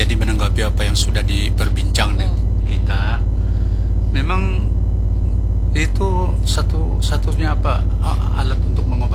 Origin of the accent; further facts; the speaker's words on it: South Kalimantan, Indonesia; ulun maaf, terpaksa berpandir suku Dayak Dea karena saya dari Dayak Dea.